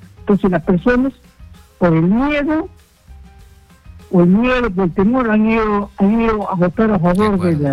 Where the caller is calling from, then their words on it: Lima, Peru; de San Martín de Corre.